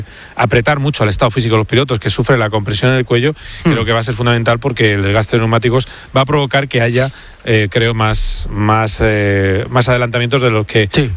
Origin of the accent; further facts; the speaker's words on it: Madrid, Community of Madrid, Spain